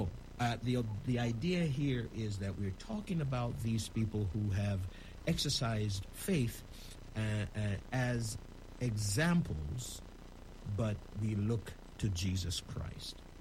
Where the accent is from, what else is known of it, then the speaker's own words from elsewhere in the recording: Jamaica; born there; I'm a Jamaican, if you can figure that out. I was born in Jamaica, yes, and I have not forgotten my dialect either.